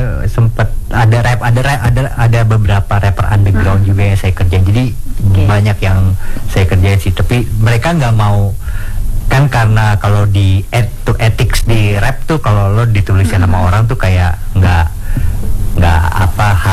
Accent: Jakarta, Indonesia; Asli dari Jakarta, Indonesia.

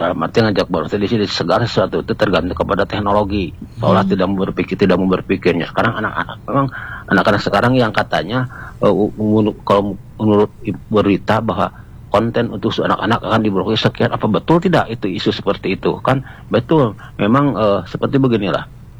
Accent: West Java, Indonesia; Saya dari Jawa Barat, kebetulan anak buah KDM di sini ya.

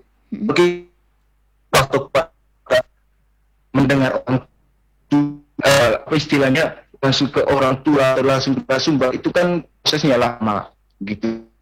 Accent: East Nusa Tenggara, Indonesia

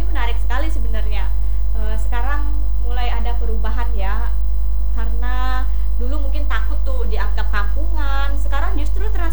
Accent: Central Kalimantan, Indonesia; karena di tempat aku ya itu asalnya kan dari aku di Basarang ya.

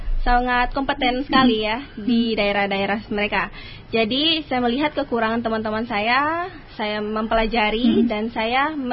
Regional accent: Maluku, Indonesia; di daerah saya sendiri

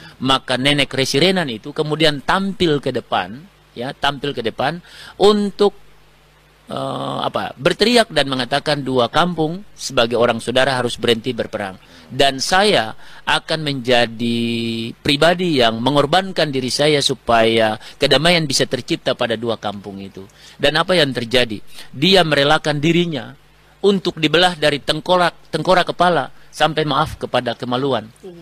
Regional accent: Tanimbar, Maluku, Indonesia; sebagai orang Tanimbar

